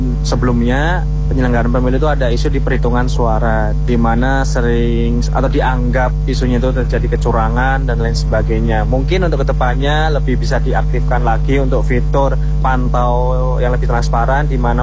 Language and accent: Indonesian; Maguwo, Special Region of Yogyakarta, Indonesia; saya dari Maguwo.